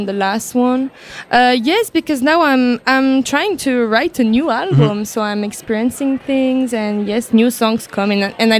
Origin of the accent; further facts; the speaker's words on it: Haute-Nendaz, Valais, Switzerland; now in Lausanne, Switzerland; But I'm from Valais, I'm from Haute-Nanda in the mountains.